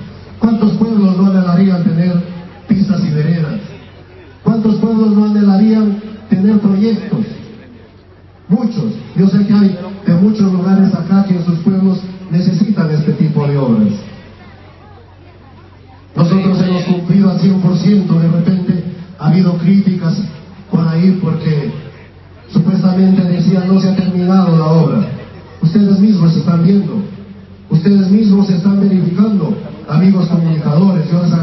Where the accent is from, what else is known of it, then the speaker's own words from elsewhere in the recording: Naranjo Salto, Amazonas, Peru; born there; yo agradezco a Naranjo Salto, aunque no he nacido acá, pero agradezco porque me siento de acá, gracias a ustedes.